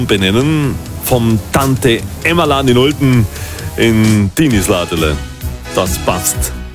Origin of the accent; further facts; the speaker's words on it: Lana, Trentino-Alto Adige, Italy; Ich erinnere mich noch ganz gut in meiner Schulzeit in meinem Heimatdorf in Lana.